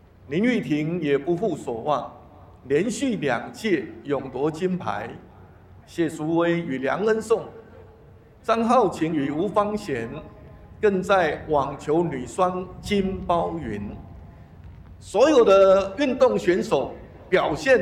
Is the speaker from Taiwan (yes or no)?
yes; Taiwan